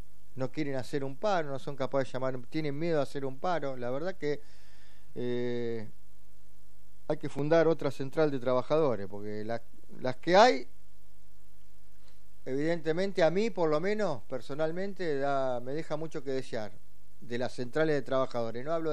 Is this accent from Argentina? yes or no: yes; Argentina; nuestra República Argentina